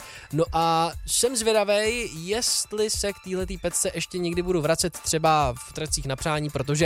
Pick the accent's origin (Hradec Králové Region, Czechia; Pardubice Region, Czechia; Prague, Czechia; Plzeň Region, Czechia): Prague, Czechia; já, jakož to rodilej Pražák